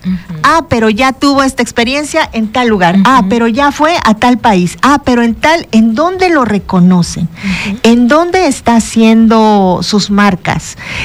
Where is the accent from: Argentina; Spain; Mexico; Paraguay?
Mexico; nosotros, de pronto, como mexicanos